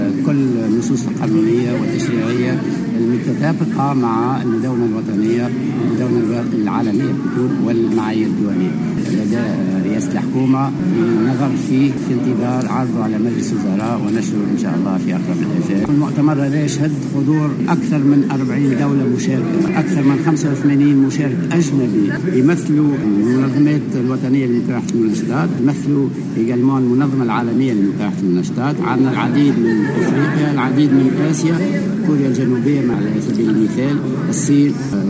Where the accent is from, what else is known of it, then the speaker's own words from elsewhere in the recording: Tunisia; الحمد لله في تونس احنا